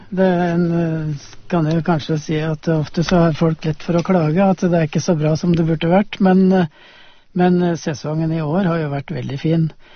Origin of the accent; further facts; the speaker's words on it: Østmodum, Buskerud, Norway; Så hvis jeg ser på gården hjemme på Østmodum, så det jo, der jo en stor del av hagen jo nyplanta